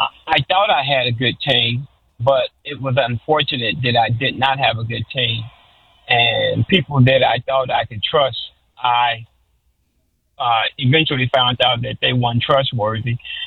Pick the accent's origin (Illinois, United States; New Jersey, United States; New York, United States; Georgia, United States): Illinois, United States; Chicago; moved away; Well, I hail from the Robert Taylor Project, which was the most crime-ridden project in the United States of America.